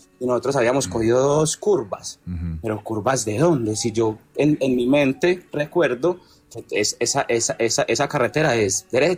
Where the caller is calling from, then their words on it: Medellín, Antioquia, Colombia; Yo soy de Medellín.